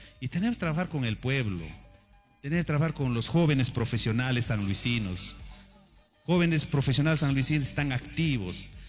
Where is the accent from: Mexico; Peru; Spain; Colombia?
Peru; San Luis, Ancash; Yo nunca me voy a largar de San Luis. porque es mi pueblo donde he crecido.